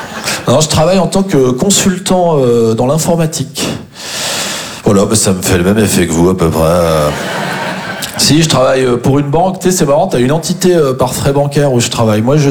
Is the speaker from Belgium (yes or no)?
no; Champagnole, Bourgogne-Franche-Comté, France; moi, je viens de Franche-Comté. Il y a des gens qui viennent de Franche-Comté? Personne? Eh bien, ça représente bien la région. Voilà, c'est un peu ça, la Franche-Comté. Non, je suis originaire d'une petite commune qui s'appelle Champagnol.